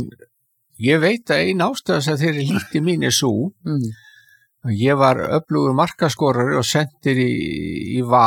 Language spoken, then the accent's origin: Icelandic; Capital Region, Iceland; born or raised there